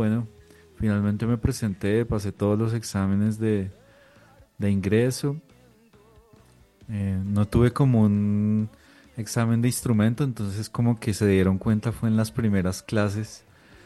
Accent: Cota, Cundinamarca, Colombia; born there; also born or lived in Bogotá; Después tuve clases con los practicantes de la pedagógica allá en el colegio en Cota. Y después ya me presenté a la pedagógica, ahí pasé y estudié la carrera. Y ya después otra vez volví a mi tierra porque pues prácticamente me la pasaba en Bogotá 5 años.

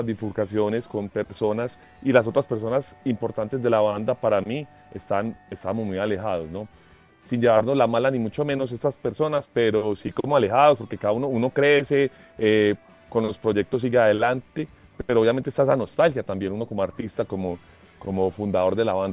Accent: Medellín, Antioquia, Colombia; somos de Medellín, que no me note pues el acento

